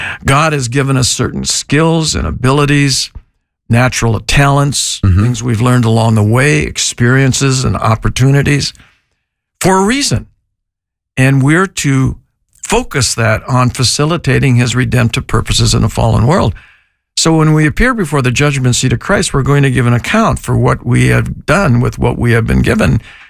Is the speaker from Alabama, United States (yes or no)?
no; Sault Ste. Marie, Michigan, United States; She, you know, she grew up in Florida and I grew up in Sault Ste. Marie, Michigan. And we had 120, 160 inches of snow.